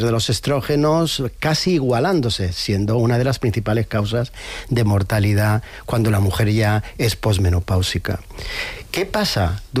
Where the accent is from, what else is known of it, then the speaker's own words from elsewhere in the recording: Jaén, Andalusia, Spain; En mi tierra, en Jaén, me regañaron un día porque no dije aceite de oliva virgen extra.